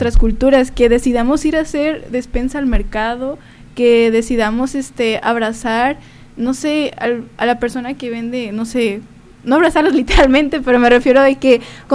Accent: Mexico; cuando pues México es un país lleno de lenguas y nosotros somos eso, somos de México, entonces tenemos que respetar lo que somos.

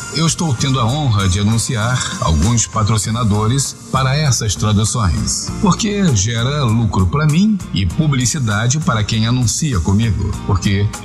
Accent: Rio de Janeiro, Brazil; no Rio de Janeiro, minha cidade natal

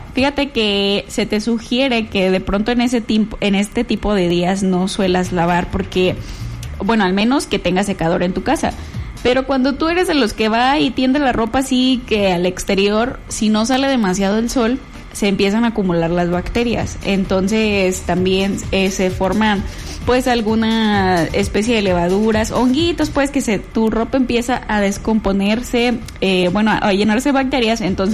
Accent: Mexico; ¿de qué aroma somos los mexicanos?

